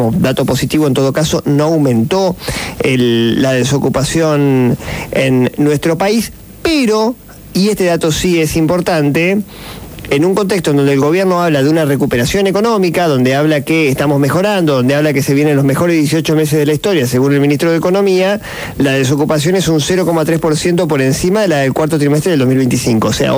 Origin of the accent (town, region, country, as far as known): Argentina